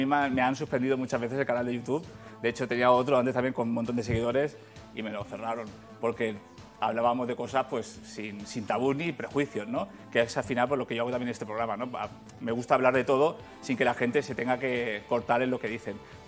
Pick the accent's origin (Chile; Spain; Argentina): Spain; Santa Coloma de Gramenet, Catalonia; born there